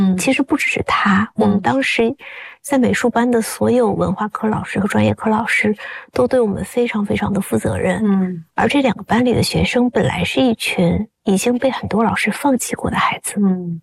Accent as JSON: {"language": "Chinese", "region": "Shandong", "country": "China", "accent": "Jiaodong", "said": "大家以后听到我们说英语就都知道我们是胶东人"}